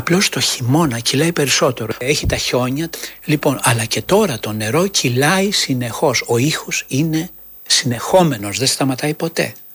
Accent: Kallithea, Attica, Greece; born there; Εγώ γεννήθηκα εδώ, στην Καλλιθέα.

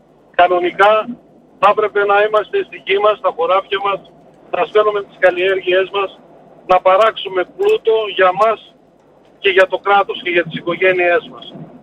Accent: Serres, Central Macedonia, Greece; Είμαι από τις Σέρες, ένα νομό ο οποίος έχει πολλά τριφύλια, είχε και μεγάλη κτηνοτροφία

